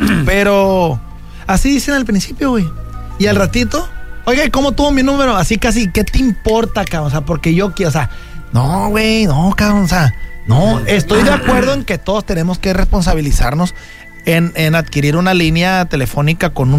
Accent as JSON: {"language": "Spanish", "country": "Mexico"}